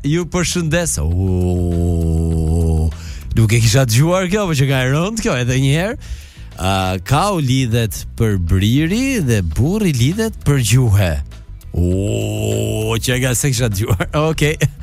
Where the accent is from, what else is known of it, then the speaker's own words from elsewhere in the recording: Burrel, Dibër County, Albania; unë jam i lindur dhe rritur në Burrel dhe jam me origjinë nga Devolli.